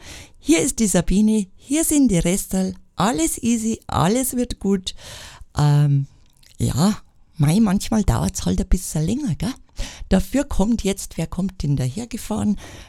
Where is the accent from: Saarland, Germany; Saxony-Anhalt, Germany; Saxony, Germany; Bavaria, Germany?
Bavaria, Germany; Ich komme ja aus Bayern.